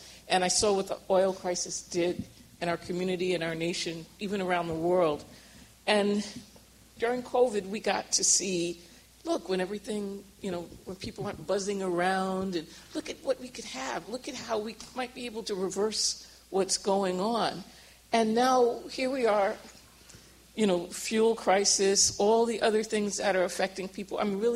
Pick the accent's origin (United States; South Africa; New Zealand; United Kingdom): United States; New York City, New York; I grew up in New York City in the 70s when we had the oil crisis.